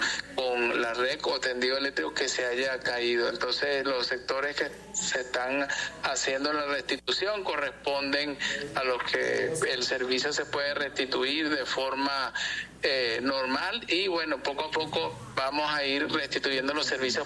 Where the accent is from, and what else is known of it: Venezuela